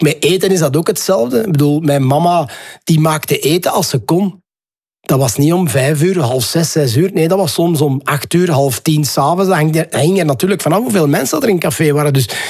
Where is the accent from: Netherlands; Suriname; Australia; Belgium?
Belgium; Ninove, Flanders; Dan zitten we in Ninove. Ik ben geboren en getogen in Ninove.